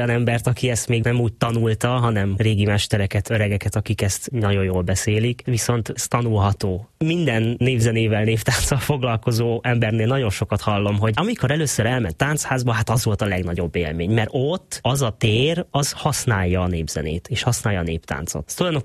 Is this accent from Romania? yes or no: no; Bicske, Fejér, Hungary; Én Bicskén nőttem föl